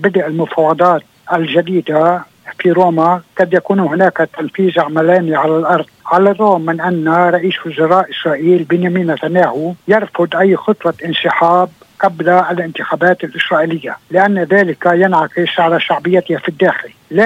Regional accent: Lebanon; كلبنانيين

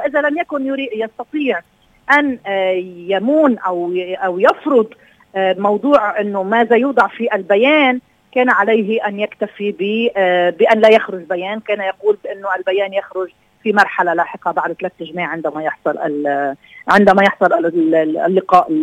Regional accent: Lebanon; نحن كلبنانيين

